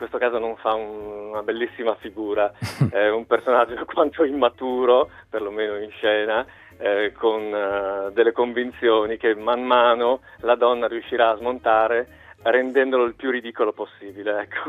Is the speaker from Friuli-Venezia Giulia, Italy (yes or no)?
yes; Torviscosa, Friuli-Venezia Giulia, Italy; io sono della Bassa, di Torviscosa nella fattispecie, e quindi c'è anche questa cosa dei nostri due friulani